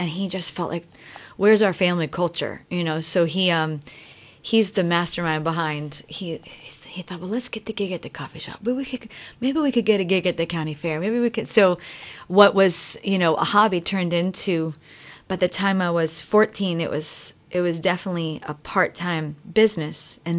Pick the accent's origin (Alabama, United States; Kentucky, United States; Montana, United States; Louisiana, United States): Louisiana, United States; also born or lived in North Dakota; And then we're from Louisiana, but my dad took this job working in North Dakota and teaching flight school at UND, the University of North Dakota.